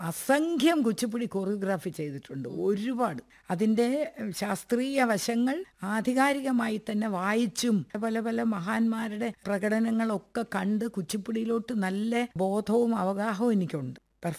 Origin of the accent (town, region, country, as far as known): Thiruvananthapuram, Kerala, India; born there